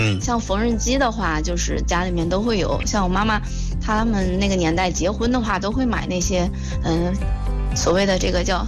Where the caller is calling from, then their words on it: Tangshan, Hebei, China; 我来自河北唐山啊，